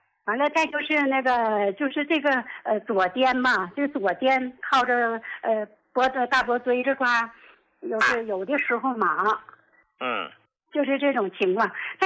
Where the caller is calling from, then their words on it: Qiqihar, Heilongjiang, China; ，我是齐齐哈尔的。